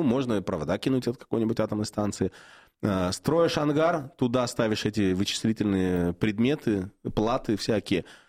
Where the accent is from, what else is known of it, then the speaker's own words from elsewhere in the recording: Vorkuta, Komi Republic, Russia; born there; я родился в Воркуте как раз-таки.